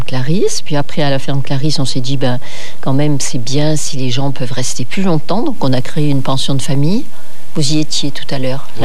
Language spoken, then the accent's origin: French; Occitanie, France; moved away as an adult; also born or lived in Paris region; on est revenu. Dans ma région d'origine, dans les Cévennes.